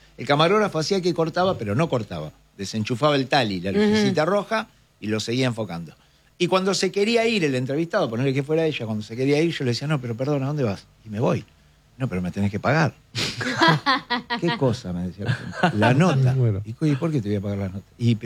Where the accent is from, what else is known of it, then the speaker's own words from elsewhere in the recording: Mar del Plata, Buenos Aires Province, Argentina; ¿Vos sos el de Mar del Plata? Sí, le digo, soy yo.